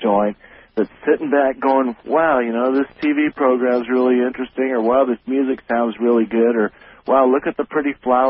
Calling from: Fresno, California, United States; from Fresno, California.

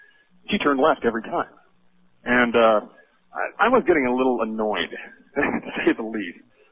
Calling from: Monmouth, Oregon, United States; I'm calling from Monmouth, Oregon.

